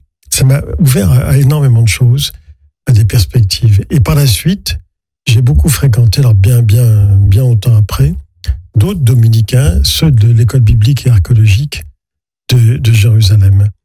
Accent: Morocco; moved away; Venant d'un pays arabe, pour moi, c'était la moindre des choses. Et dans ma jeunesse, au Maroc, je n'avais pas connu ça. On était des Français du Maroc, c'était avant l'indépendance, on est resté après l'indépendance.

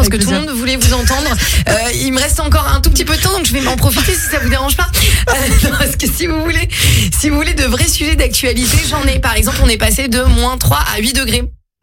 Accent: France; Parce que je suis française

